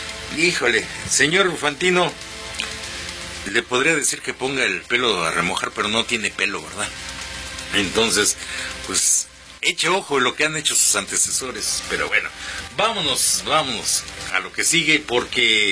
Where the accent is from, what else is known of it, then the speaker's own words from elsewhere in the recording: Mexico; aquí en México